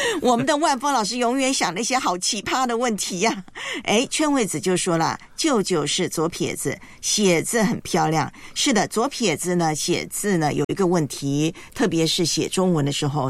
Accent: Taiwan; moved away; 在老家台湾就很喜欢看棒球比赛，我从小都是看着棒球比赛长大的。

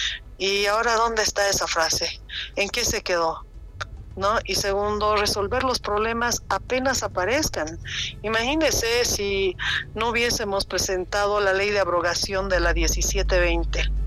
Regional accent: Santa Cruz, Bolivia; mi querida tierra o algunos personajes de mi tierra, Santa Cruz

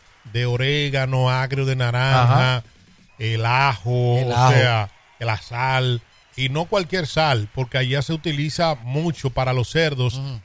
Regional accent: Licey al Medio, Santiago, Dominican Republic; born there; yo nací en una zona en Licey al Medio, en Las Palomas, donde se asaba mucho y se asa mucho cerdo para diciembre

